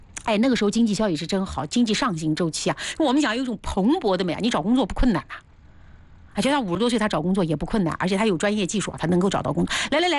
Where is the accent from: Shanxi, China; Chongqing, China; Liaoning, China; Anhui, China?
Anhui, China; Tongling; moved away as an adult; now in Hefei, China; 然后我们当时在铜陵，就我老家在铜陵嘛